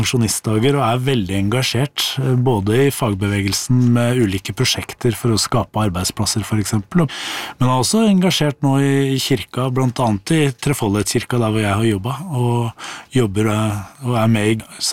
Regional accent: Nesodden, Akershus, Norway; hjemme på Nesodden der jeg kommer fra.

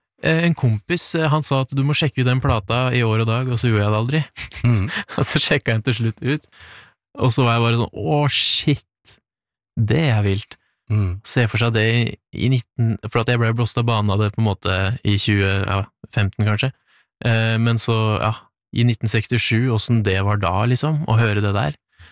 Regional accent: Treungen, Vestfold og Telemark, Norway; Første forsøk, det var når jeg var sånn 6 år gammel, da fikk jeg gitar og begynte på kulturskolen hjemme i Treungen.

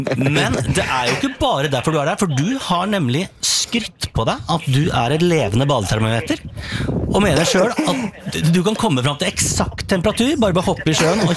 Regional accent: Sandefjord, Vestfold, Norway; vi tar en liten tjuvstart i min hjemby

